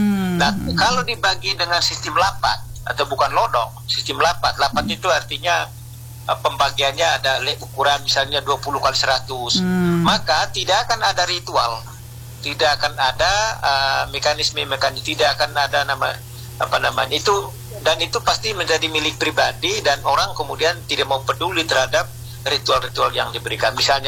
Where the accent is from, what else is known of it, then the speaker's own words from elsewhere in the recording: Bailolos, East Nusa Tenggara, Indonesia; kalau misalnya di kampung saya misalnya di Rangat, Desa Bailolos ya